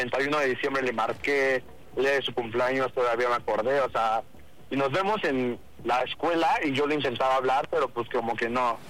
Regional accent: State of Mexico, Mexico; Tengo 17 años y soy del Estado de México.

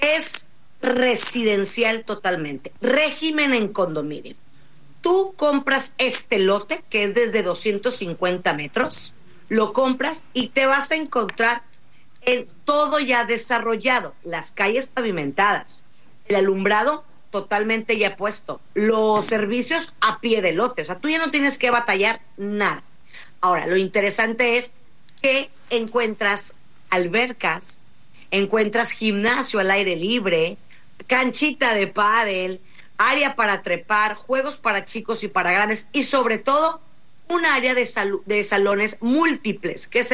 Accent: Monterrey, Nuevo León, Mexico; now in Yucatán, Mexico; Yo que soy de acá, tú sabes que yo soy regia

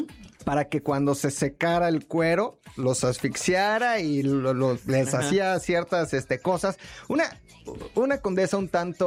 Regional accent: Mexico City, Mexico; Nacer, nací ahí pegadito en el Hospital de México, en la Escandón, pero sí crecer, ¿no? Desde el 85, desde el 86, porque yo nací en el 85, pues yo viví ahí y entonces me sé la colonia de arriba abajo

